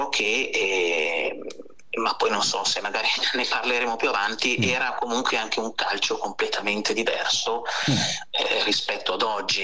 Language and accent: Italian; Lombardy, Italy; born there; ero nel mio paese dove risiedo, che è un piccolo paese del Mantovano, di Limpenta